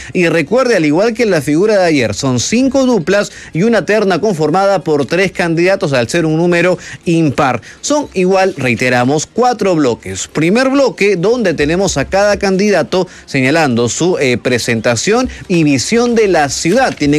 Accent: Peru; Nosotros como peruanos, como ciudadanos, siempre estamos ahí atentos a lo que sucede en nuestros distritos

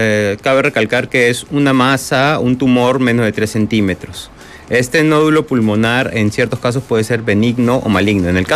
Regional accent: Peru

